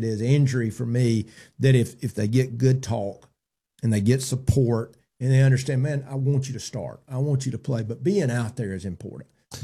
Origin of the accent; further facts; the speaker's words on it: Ohatchee, Alabama, United States; moved away; also born or lived in Piedmont, Alabama; I came from a small school. You know, I grew up in Ohatchee and Piedmont.